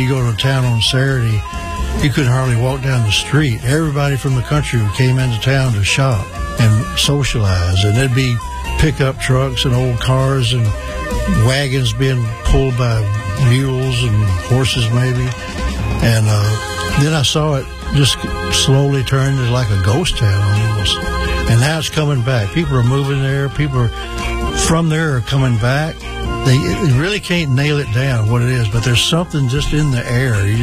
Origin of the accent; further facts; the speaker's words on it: Kosciusko, Mississippi, United States; I am from Mississippi. I actually come from the hills of a town called Kosciuszko.